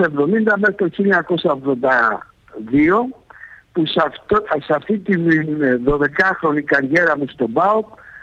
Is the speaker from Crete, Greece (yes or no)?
no; Thessaloniki, Central Macedonia, Greece; Από μικρό παιδί, το παρελθόν μου σπίτι ήταν σε μια συνοικία της Θεσσαλονίκης στη Νεάπολη.